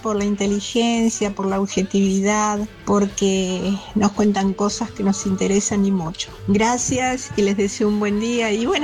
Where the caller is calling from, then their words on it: San Andrés, Buenos Aires Province, Argentina; de San Andrés, una abuelita de 77 años.